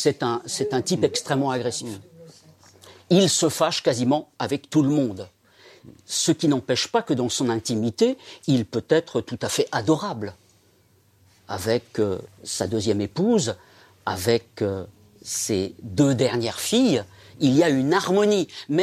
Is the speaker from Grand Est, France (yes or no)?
no; Centre-Val de Loire, France; born there; Mais moi, je suis né en Eure-et-Loire.